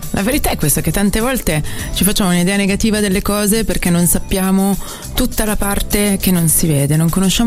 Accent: Lombardy, Italy; poi siamo lombardi

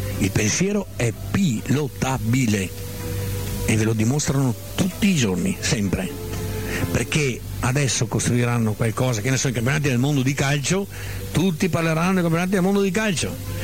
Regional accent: Veneto, Italy

